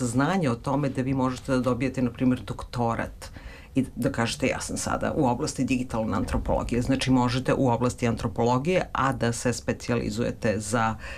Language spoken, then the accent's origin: Serbian; Belgrade, Serbia; ja kažem, ja sam iz Beograda